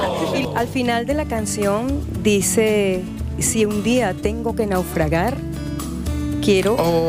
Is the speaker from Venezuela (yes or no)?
yes; Venezuela; soy venezolana.